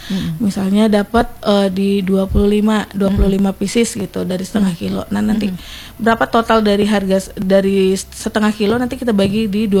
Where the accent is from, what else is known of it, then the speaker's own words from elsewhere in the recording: Painan, West Sumatra, Indonesia; now in Padang, Indonesia; Karena kampung aku di sana